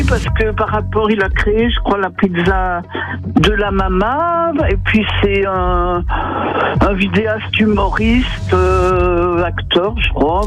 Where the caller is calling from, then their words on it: Auvergne-Rhône-Alpes, France; Cousignan, c'est limite du Rhône, c'est une petite commune.